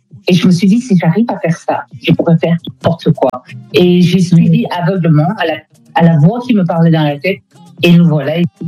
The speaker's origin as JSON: {"language": "French", "country": "DR Congo", "said": "Cette chanson m'est venue parce que mon pays me tient tellement à cœur. Je suis congolaise."}